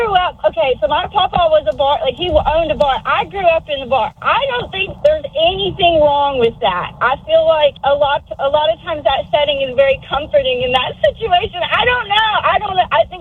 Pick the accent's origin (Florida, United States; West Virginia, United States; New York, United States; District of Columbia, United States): West Virginia, United States; Yes, like I grew up in West Virginia.